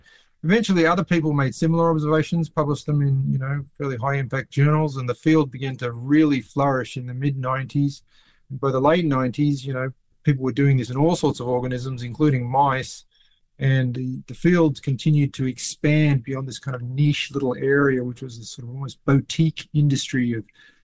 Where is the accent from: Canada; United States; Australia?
Australia; born or raised there